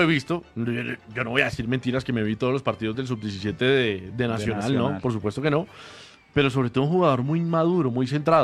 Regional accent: Colombia; somos colombianos

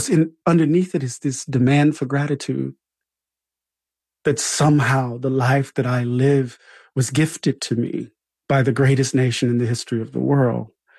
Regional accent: Mississippi, United States; I'm from Mississippi.

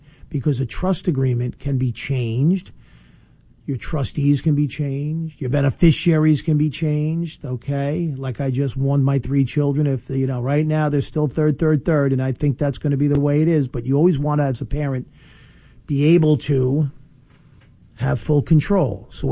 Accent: East Northport, New York, United States; my hometown at East Northport.

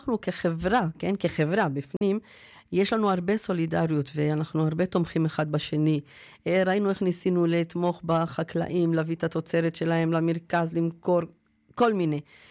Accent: Northern Israel, Israel; אני גם צפונית

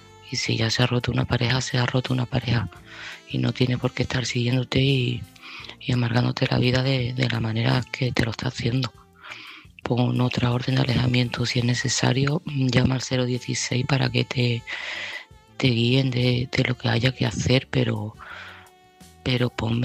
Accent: Seville, Andalusia, Spain; de Sevilla y este mensaje va para Ángeles.

